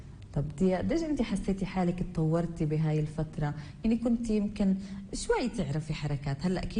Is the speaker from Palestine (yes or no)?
yes; Palestine; عندنا في فلسطين